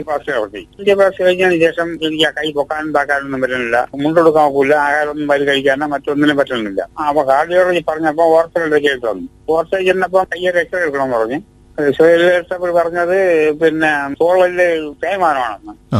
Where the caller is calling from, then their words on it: Karnataka, India; ഞാൻ കർണാടകയിൽനിന്നാണ്